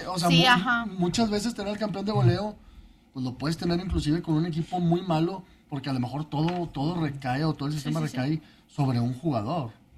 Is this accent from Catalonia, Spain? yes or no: no; Asturias, Spain; No, yo soy de Asturias, pero... No tengo nada contra los españoles